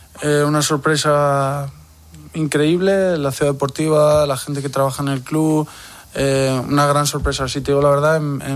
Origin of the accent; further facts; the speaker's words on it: Spain; Creo que tenemos que dar más valor, sobre todo nosotros que somos españoles, a lo que es ganar un Mundial.